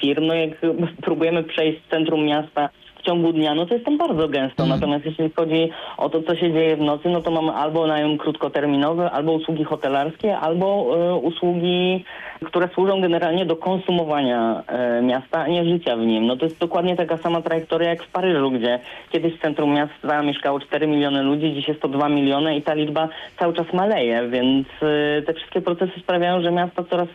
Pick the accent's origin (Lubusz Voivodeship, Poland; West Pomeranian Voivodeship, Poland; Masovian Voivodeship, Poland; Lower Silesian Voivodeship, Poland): Lower Silesian Voivodeship, Poland; Wrocław; born there; ja urodziłam się we Wrocławiu i jeden rok swojego życia spędziłem na dzielnicy, która nazywa się Nadodrze. Jak sama nazwa wskazuje, mieści się ona nad Odrą.